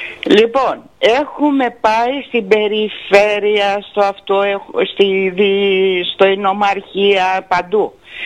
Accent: Ionian Islands, Greece; Εγώ είμαι από την Κεφαλονιά.

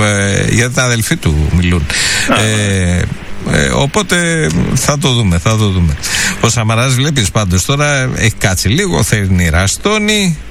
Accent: Western Greece, Greece; από το χωριό μου είναι και από το Λοκαρνάνια.

